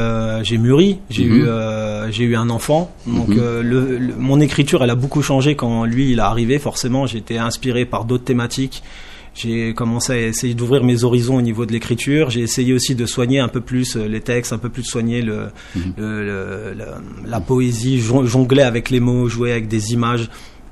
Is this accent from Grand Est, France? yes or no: yes; Grand Est, France; Moi je suis originaire de Gourincourt.